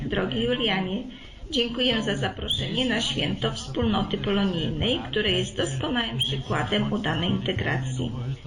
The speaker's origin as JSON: {"language": "Polish", "country": "Croatia", "second_language": "Polish", "moved": "yes", "said": "Ja pochodzę z Chorwacji i dobrze wiem, jak to jest, kiedy trzeba rozpoczynać życie w nowej ojczyźnie."}